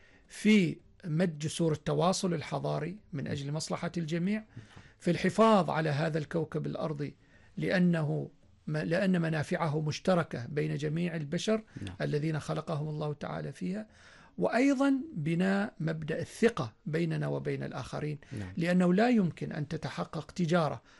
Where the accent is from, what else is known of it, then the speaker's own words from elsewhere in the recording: Oman; بلادي عمان